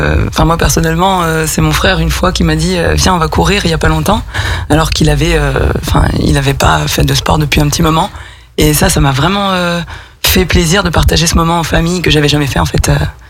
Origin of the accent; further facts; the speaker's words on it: France; moved away as an adult; j'ai 36 ans, je suis aixoise et amoureuse de ma région.